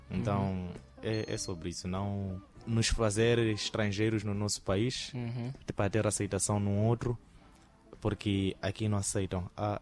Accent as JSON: {"language": "Portuguese", "country": "Mozambique"}